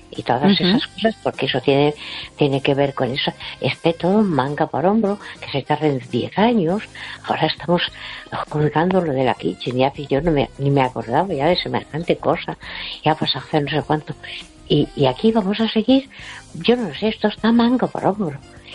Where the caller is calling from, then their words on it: Puentedeume, Galicia, Spain; De Puente de Hume